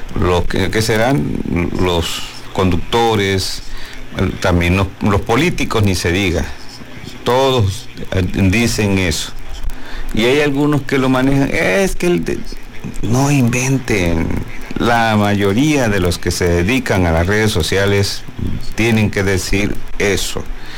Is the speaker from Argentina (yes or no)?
no; Mexico